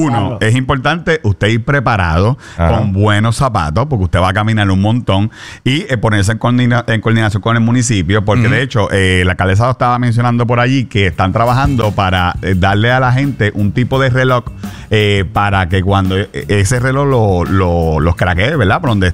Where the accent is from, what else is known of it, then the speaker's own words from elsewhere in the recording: Carolina, Puerto Rico; Y yo soy de Carolina, pero hago muchas cosas en Canóvana. Y fui el sábado al Pico del Toro, que es una de las montañas más altas de Puerto Rico